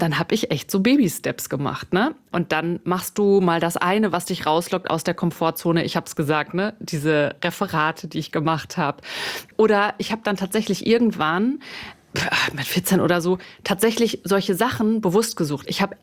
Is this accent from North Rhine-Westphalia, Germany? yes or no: yes; North Rhine-Westphalia, Germany; Und du musst überlegen, ich komme ursprünglich aus dem Sauerland.